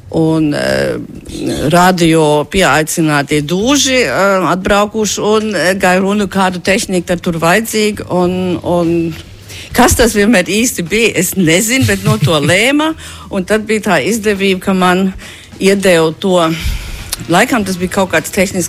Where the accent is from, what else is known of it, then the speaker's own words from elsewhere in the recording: Germany; Latvian is a second language; moved away as an adult; also born or lived in Münster, Germany; now in Latvia; var teikt tā, ka daļai pārlatviskojos, bet tikai daļai, jo es sev uzskatu gan kā latvieta, gan kā vācieta. Es esmu hibrīds tādā ziņā, bet pārliecinātu.